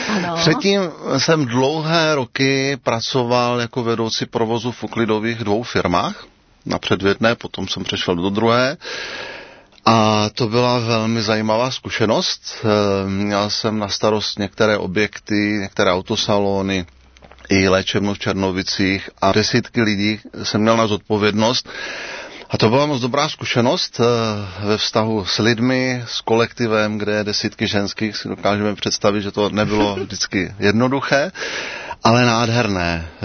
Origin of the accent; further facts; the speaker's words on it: Brno, South Moravian Region, Czechia; já jsem z Brna a jsem pastorem Církve Slovo života.